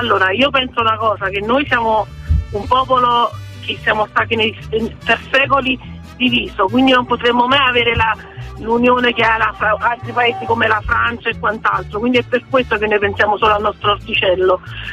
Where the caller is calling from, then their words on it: Sant'Anastasia, Campania, Italy; noi siamo di Santa Anastasia